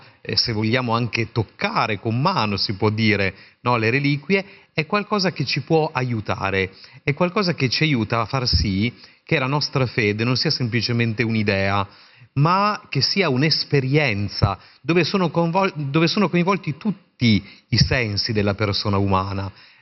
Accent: Parma, Emilia-Romagna, Italy; born there; Io sono nato a Parma e ad un certo punto, quando Angelo Giuseppe Roncalli non era ancora papa, è passato dalla mia città, era il 1955

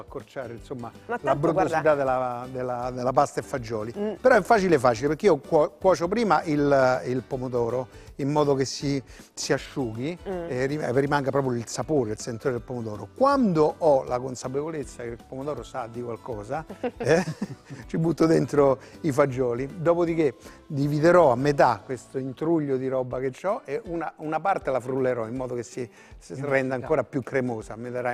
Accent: Rome, Lazio, Italy; Però insomma io dico sempre che sono un romano di Roma, perché sono nato a Roma e mi piace l'idea di poter rappresentare questa romanità.

